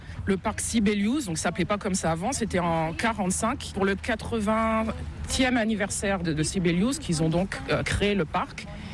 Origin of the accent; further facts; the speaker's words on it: France; moved away as an adult; now in Helsinki, Finland; je suis une Française établie en Finlande depuis 22 ans. Helsinki probablement depuis 17 ans.